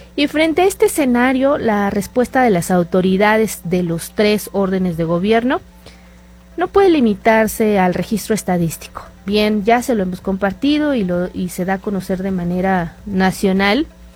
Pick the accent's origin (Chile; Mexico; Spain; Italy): Mexico; como mexicanos, a todo le buscamos y a todo le encontramos.